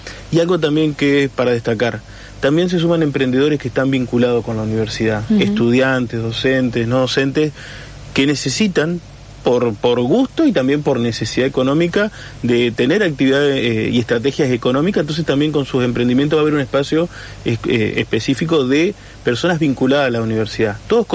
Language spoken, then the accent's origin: Spanish; Paraná, Entre Ríos, Argentina; pero también no estamos tan lejos, lo que somos de Paraná, así que invitamos a que se acerquen.